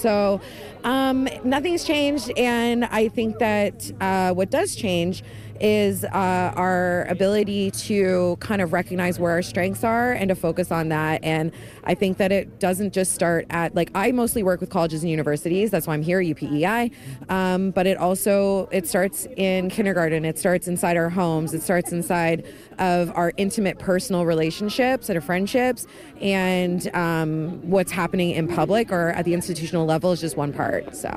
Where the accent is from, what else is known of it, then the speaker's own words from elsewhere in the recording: Toronto, Ontario, Canada; I'm from Toronto, Treaty 13 territory